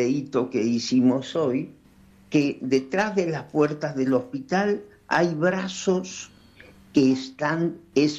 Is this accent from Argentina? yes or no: yes; Argentina; un país como el nuestro, enormemente grande, enormemente rico y peligrosamente vacío.